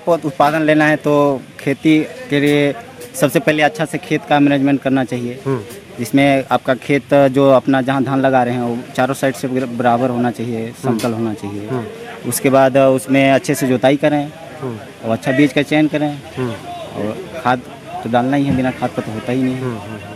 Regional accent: Chhattisgarh, India; हाँ, सूरजपुर से 80 किलोमीटर पड़े हमारे गाँव।

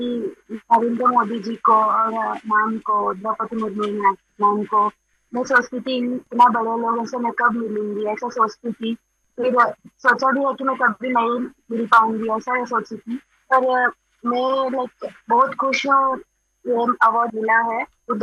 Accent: Andhra Pradesh, India; Hindi is a second language; मैं आंध्र प्रदेश से हूँ

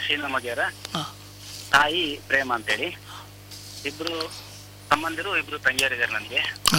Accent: Karnataka, India; ನಾನು ಮೂಲತಃ ಮೂಡುಬಿದಿರೆ ತಾಲೂಕಿನ ಮೂಡುಕೊಂಡಿ ಗ್ರಾಮದವನು.

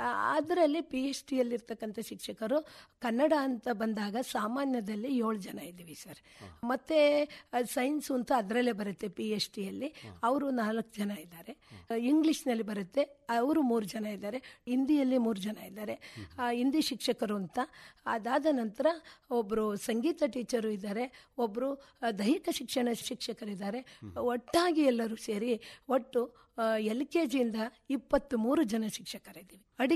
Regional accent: K. Byrapura, Karnataka, India; also born or lived in Baguru hobli; 8ರಿಂದ ಇದೇ ನನ್ನ ಹುಟ್ಟೂರಾದಂಥ ಕೆ ಬೈರಾಪುರದಲ್ಲಿ 10ನೇ ತರಗತಿಯವರೆಗೆ ಮುಗಿಸಿ ನಂತರ ಅಲ್ಲೇ ಪಕ್ಕದಲ್ಲಿರ್ತಕ್ಕಂಥ ನಮ್ಮ ಕೆಂಬಾಳು ಎಂಬ ಊರಿನಲ್ಲಿ PUC ಮುಗಿಸ್ದೆ ಸರ್.

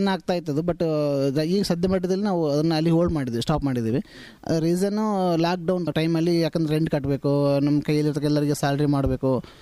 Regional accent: Chikkaballari, Karnataka, India; ನಾನು ಮೂಲತಃ ಬಳ್ಳಾರಿ ಜಿಲ್ಲೆ ಸಿರುಗುಪ್ಪ ತಾಲೂಕು ಚಿಕ್ಕಬಳ್ಳಾರಿ ಅಂತಕ್ಕಂಥ ಒಂದು ಸಣ್ಣ ಗ್ರಾಮದಿಂದ ಬಂದಿರತಕ್ಕಂಥ ನನ್ನ ಫ್ಯಾಮಿಲಿ

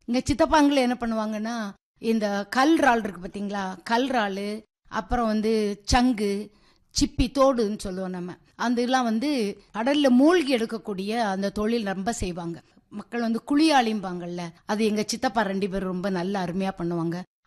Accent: Kanyakumari district, Tamil Nadu, India; born there; also born or lived in Nagercoil / Muttom

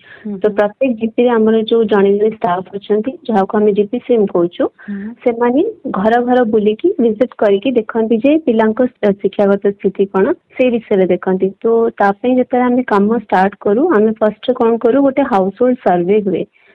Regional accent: Salepur, Odisha, India; also born or lived in Mumbai; ଆମ ଘର କଟକର ସାଲେପୁର

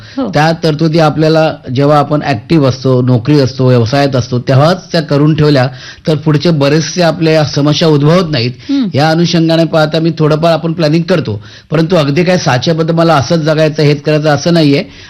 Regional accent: Mumbai, Maharashtra, India; मी ज्या भागात वाढलो, लालबाग परळ, मला माझ्या काकांनी 5 वर्षात असताना मुंबईला आणलं आणि त्यांनी माझ्या आयुष्याला आकार दिला.

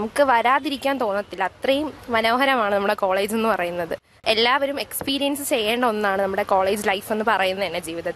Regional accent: Thiruvananthapuram, Kerala, India; ഞാൻ തിരുവനന്തപുരം സ്വദേശിനിയാണ്.

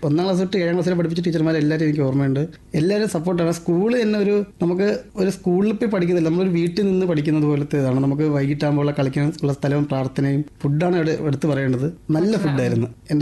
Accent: Varkala, Kerala, India; എന്റെ സ്വദേശം വർക്കല നെടുങ്കണ്ടം എന്ന് പറയുന്ന സ്ഥലത്ത് എന്റെ സ്വദേശം.

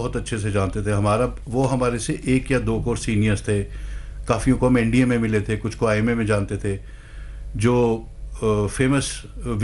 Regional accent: Rohtak, Haryana, India; मैं रोहतक का रहने वाला हूँ

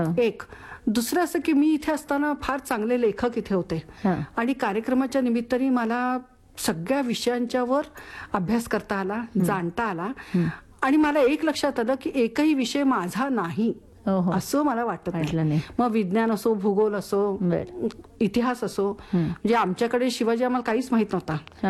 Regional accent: Rajasthan, India; Marathi is a second language; now in Maharashtra, India; मी मारवाड्यातून आलेली, लग्न झालं तेव्हा मला मराठी शुद्ध बोलता येत नव्हतं.

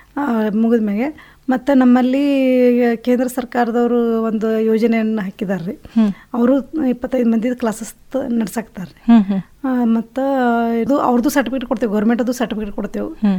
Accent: Tamba, Karnataka, India; moved away; ತಾಂಬಾದಾಗ ನಮ್ಮೂರು ತಾಂಬ

